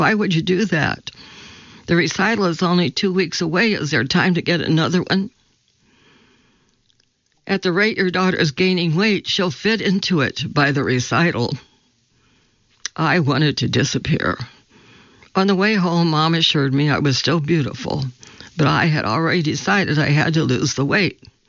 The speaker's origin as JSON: {"language": "English", "town": "Roanoke", "region": "Virginia", "country": "United States", "tie": "born or raised there"}